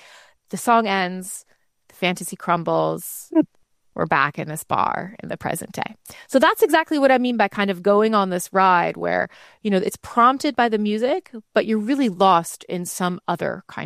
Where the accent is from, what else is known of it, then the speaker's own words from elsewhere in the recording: St. Louis, Missouri, United States; I grew up in St. Louis, Missouri.